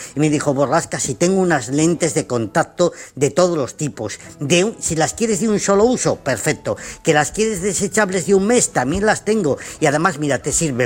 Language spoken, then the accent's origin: Spanish; Zamora, Castile and León, Spain; como soy de Zamora y soy muy chulo